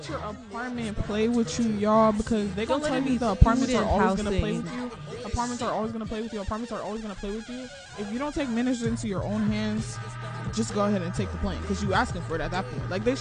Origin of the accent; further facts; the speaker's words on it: South Africa; now in United States; guys. I'm a sophomore. I moved here from South Africa. I've been in the U.S. for 3 years